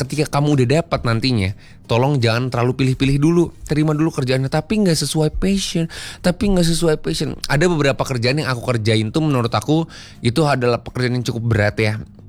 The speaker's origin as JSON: {"language": "Indonesian", "town": "Bandung", "region": "West Java", "country": "Indonesia", "said": "Bandung sih."}